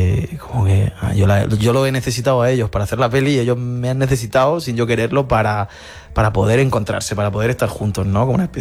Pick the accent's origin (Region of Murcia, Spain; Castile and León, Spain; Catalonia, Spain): Region of Murcia, Spain; moved away as an adult; now in Madrid, Spain; Cuando yo llegué a Madrid de Murcia para estudiar el máster de cine, que fue también un poco carambola por una beca, yo no me pensaba dedicar a esto, Ahí en Murcia pensé